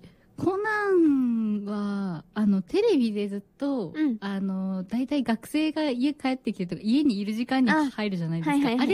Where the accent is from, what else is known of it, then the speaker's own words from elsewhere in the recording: Aomori, Japan; now in Tokyo, Japan; 私、出身青森なんですけど